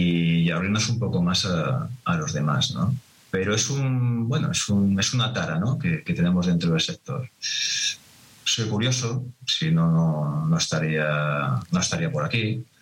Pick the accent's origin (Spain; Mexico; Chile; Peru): Spain; Madrid, Community of Madrid; born there; moved away; Yo recuerdo cuando empecé en Madrid. O yo nací en Madrid, no tengo acento cordobés, lógicamente, como podéis observar. Yo empecé trabajando en Madrid, pues eso, en los años 90, un poquito antes.